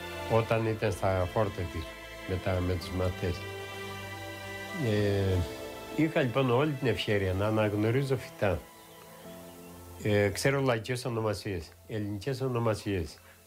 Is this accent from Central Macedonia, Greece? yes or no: no; Kritsa, Crete, Greece; από τη μέρα που γεννήθηκα στην Κριτσά, όλο το χειμώνα είμαι από την Κριτσά και κάτω, όλο το καλοκαίρι είμαι από την Κριτσά και πάνω στο οροπέδιο του Καθαρού, 3 μήνες.